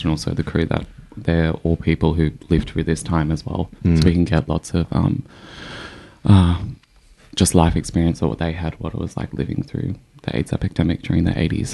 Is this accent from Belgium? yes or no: no; Queanbeyan, New South Wales, Australia; moved away as an adult; now in Sydney, Australia; I think I'm 30, so, like, I grew up and I was still... I grew up in Queen Bien, a very small town